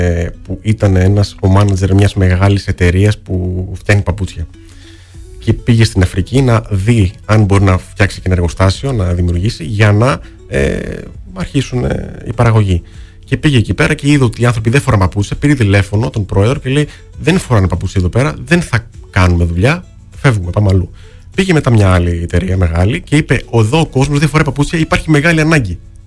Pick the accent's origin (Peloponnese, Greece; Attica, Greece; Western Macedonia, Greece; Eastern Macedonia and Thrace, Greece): Eastern Macedonia and Thrace, Greece; Xanthi; τον κόσμο τον δικό μου εδώ στη Ξάνθη, γιατί τους θεωρώ δικούς μου ανθρώπους εδώ, είμαι και εγώ Ξανθιώτης, και θέλω να κάνω και κάτι για την πόλη μου